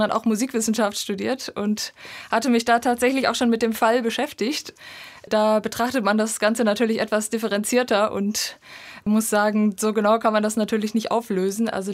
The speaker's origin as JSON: {"language": "German", "region": "Baden-Württemberg", "country": "Germany", "tie": "born or raised there", "also_born_or_lived": "Bremen", "moved": "as an adult", "lives_now": "Gräfenroda, Germany", "said": "Ich bin in der Nähe von Tübingen aufgewachsen und habe in Tübingen und dann in Bremen studiert."}